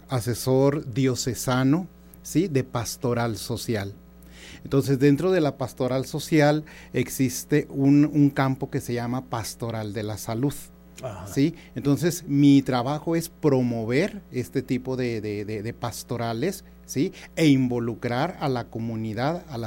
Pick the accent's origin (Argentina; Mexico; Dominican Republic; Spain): Mexico; Nogales, Sonora; soy nativo de aquí en Nogales